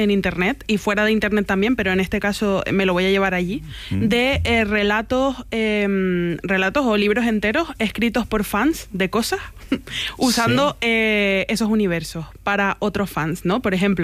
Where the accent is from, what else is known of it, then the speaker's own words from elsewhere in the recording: Granadilla de Abona, Canary Islands, Spain; me lo llevo yo a Granadilla de Abona, a mi pueblo